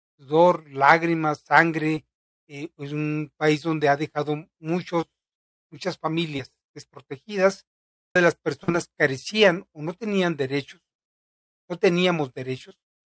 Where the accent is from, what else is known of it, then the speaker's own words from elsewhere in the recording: Mexico; Y yo creo que esto es lo que nos caracteriza a muchos mexicanos. Tenemos mucho orgullo, tenemos una gran conciencia de dónde veni